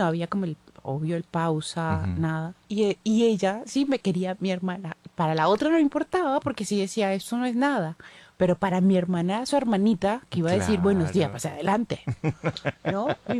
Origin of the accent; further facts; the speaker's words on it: Valencia, Carabobo, Venezuela; yo soy de Valencia